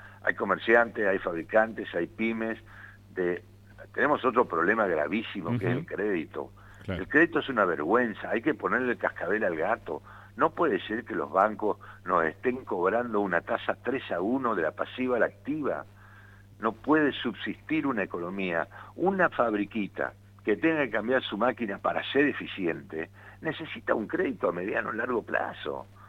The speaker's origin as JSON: {"language": "Spanish", "country": "Argentina"}